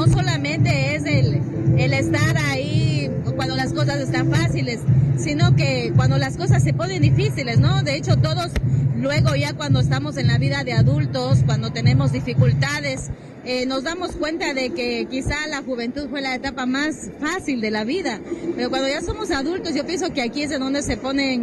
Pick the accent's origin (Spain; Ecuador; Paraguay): Ecuador; somos ecuatorianos